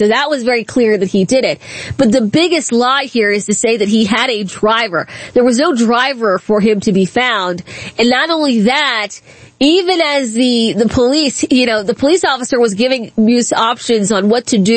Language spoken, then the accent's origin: English; Prince George's County, Maryland, United States; I grew up in Prince George's County.